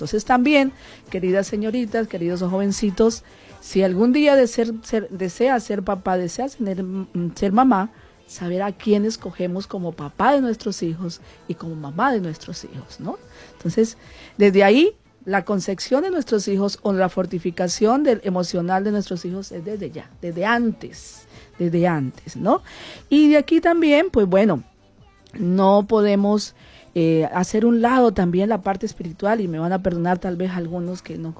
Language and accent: Spanish; Huila, Colombia; accent: Opita; hay una población de Colombia que se llama Los Opitas y tenemos un acento más o menos.